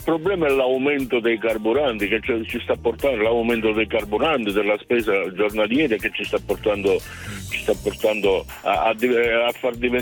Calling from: Castrovillari, Calabria, Italy; Io chiamo dalla provincia di Cosenza, Castrovillari.

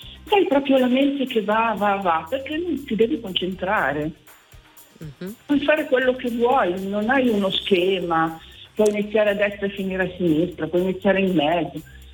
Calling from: Novara, Piedmont, Italy; Io abito a Novara.

